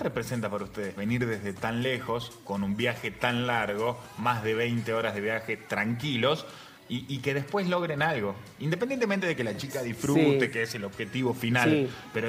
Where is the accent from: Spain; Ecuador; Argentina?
Argentina; Jujuy; nosotros, siendo jujeños